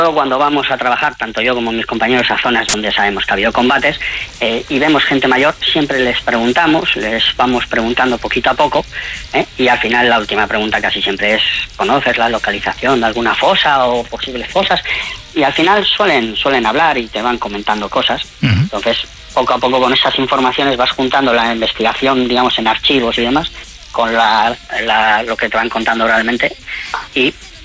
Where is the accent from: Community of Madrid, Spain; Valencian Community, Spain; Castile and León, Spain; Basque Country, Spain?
Basque Country, Spain; Amorebieta; realizó aquella primera exhumación en torno a 2007 de un combatiente guipuzcoano precisamente en mi pueblo, en Amorebieta.